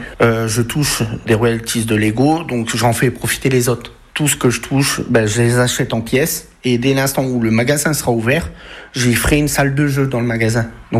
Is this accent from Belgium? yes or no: yes; Wallonia, Belgium; J'avais 8 ans, j'habitais au fin fond des Ardennes belges. Moi, je suis originaire de Anzinel, en Belgique.